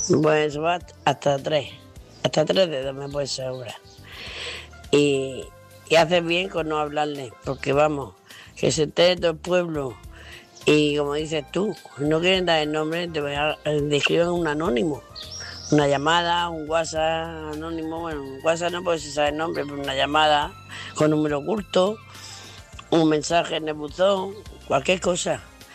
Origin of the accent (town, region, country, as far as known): Murcia, Region of Murcia, Spain